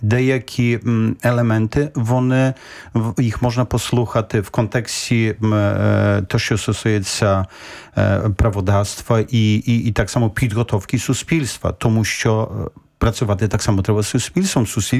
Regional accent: Poland; ми, поляки

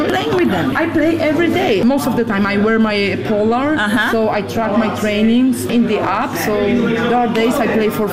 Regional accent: Olsztyn, Warmian-Masurian Voivodeship, Poland; I'm from Olsztyn. They just opened the first pickleball court.

